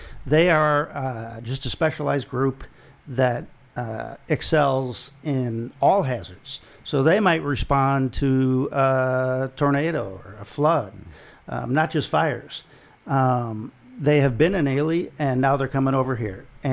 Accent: South Dakota, United States; I'm from South Dakota.

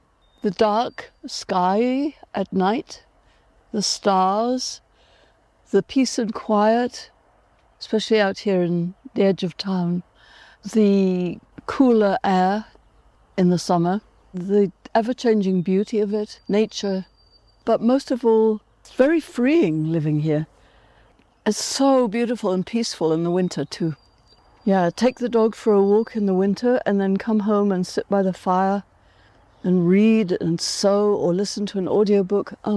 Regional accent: Nairobi, Kenya; moved away; because I was born in East Africa, and we had chickens.

